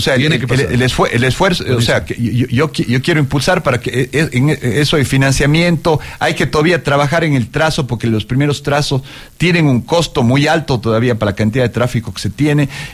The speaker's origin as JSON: {"language": "Spanish", "town": "Cuenca", "region": "Azuay", "country": "Ecuador", "said": "lo que somos los cuencanos"}